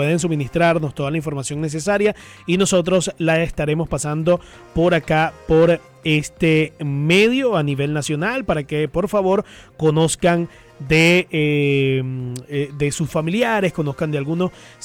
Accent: Venezuela; nosotros como venezolanos tenemos que apoyarnos unos con otros.

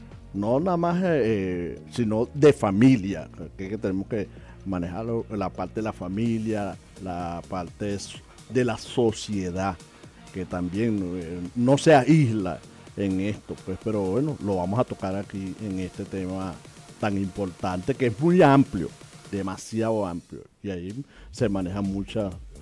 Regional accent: Las Mercedes del Llano, Guárico, Venezuela; also born or lived in Zaraza; Nací en Saraza y me crié en Las Mercedes del Llano, un pueblito que está casi, como uno dice, está entre el Calvario, Chaguarama, Cabruta, Santa Rita.

